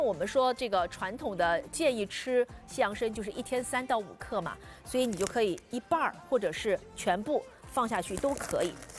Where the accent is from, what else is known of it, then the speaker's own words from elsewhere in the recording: Jiangxi, China; 我是江西人，我是特别爱吃辣的